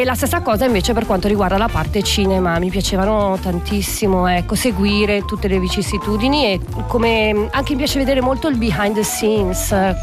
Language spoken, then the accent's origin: Italian; Ticino, Switzerland